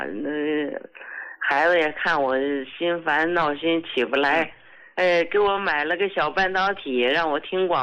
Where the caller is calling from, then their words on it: Northeast China, China; 哎，胡老师，我是东北的一个患者。